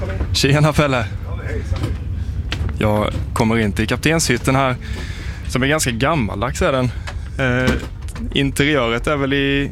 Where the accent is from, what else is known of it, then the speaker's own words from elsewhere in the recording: Blekinge, Sweden; Nej, jag kommer från Blekinge. Jag är inflyttad östgöte